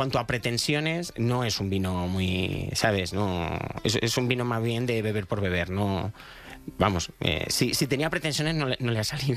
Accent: Leganés, Community of Madrid, Spain; aunque he criado en Leganés, entonces no le tengo especial jerita al Getafe.

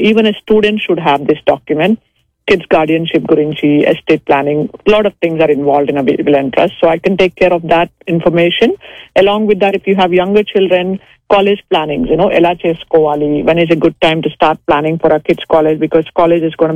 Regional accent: Atlanta, Georgia, United States; Actually, I'm in Orlando, Florida. I'm from Atlanta, Georgia, but this event is happening in Orlando.

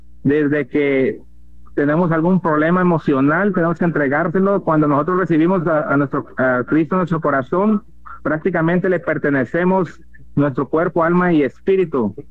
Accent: Colima, Mexico; venimos desde México, del estado de Colima, Manzanillo, venimos de varios lugares de ahí del estado de Colima.

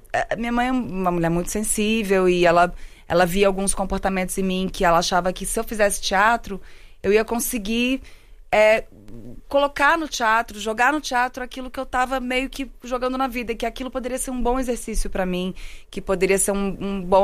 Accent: Porto Alegre, Rio Grande do Sul, Brazil; born there; nasci em Porto Alegre, mas eu tenho uma família gaúcha bem forte ali.

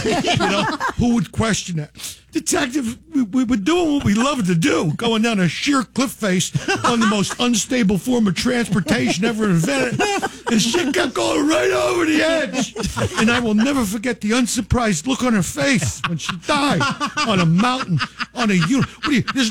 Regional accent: Philadelphia, Pennsylvania, United States; First off, I'm from Philly, all right?

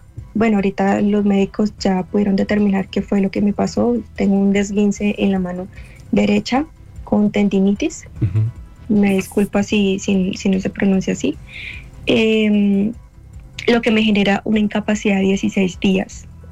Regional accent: Ibagué, Tolima, Colombia; moved away; como vengo de Tierra Caliente, yo soy del Tolima, Ibagué. Ibagué, Tolima.

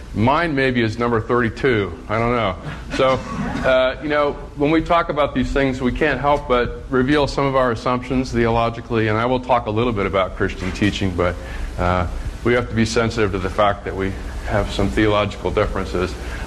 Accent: Ohio, United States; Where I grew up in Ohio

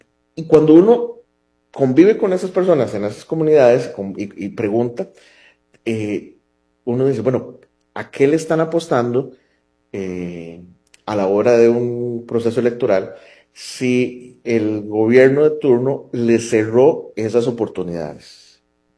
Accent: Costa Rica

